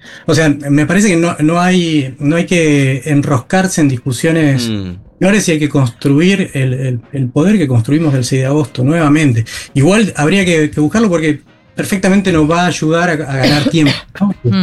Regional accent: Argentina

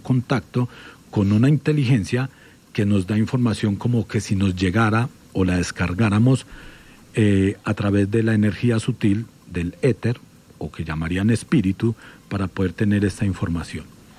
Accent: Pereira, Risaralda, Colombia; Yo soy de Pereira

